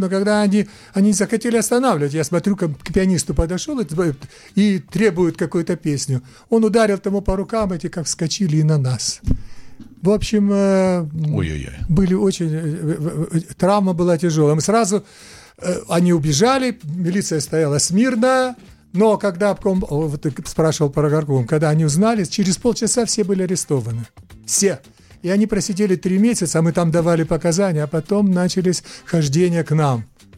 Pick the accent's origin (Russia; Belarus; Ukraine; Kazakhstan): Ukraine; Donetsk, Donetsk Oblast; moved away as an adult; Я родился в Донецке